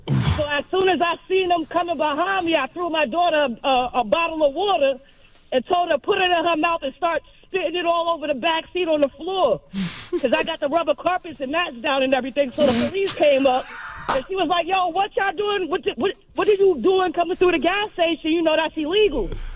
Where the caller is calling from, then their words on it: Mount Vernon, New York, United States; Everybody know my sister. I mean, I'm from Mount Vernon, New York.